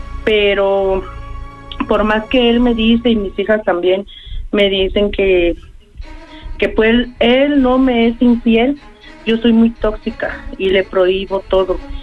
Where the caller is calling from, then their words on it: Naucalpan, State of Mexico, Mexico; Soy del Estado de México, Naucalpan.